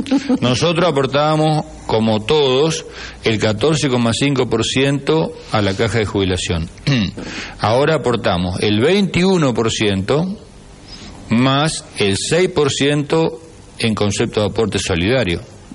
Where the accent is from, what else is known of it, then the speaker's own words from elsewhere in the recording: Argentina; Yo soy argentino como todo. Soy argentino, primero soy argentino.